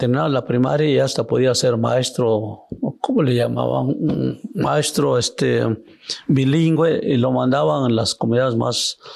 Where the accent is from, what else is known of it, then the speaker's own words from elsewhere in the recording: Oaxaca, Mexico; born there; Spanish is a second language; Te voy a llevar a la ciudad de Oaxaca. Pasé el segundo año de primaria, tercero, no sé cómo pasé, pero ya fui a Oaxaca a estudiar la primaria.